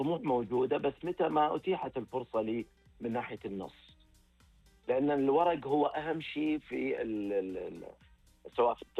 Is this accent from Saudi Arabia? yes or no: yes; Saudi Arabia; وهذا يعكس على بيئتنا ودرامتنا احنا كسعودية.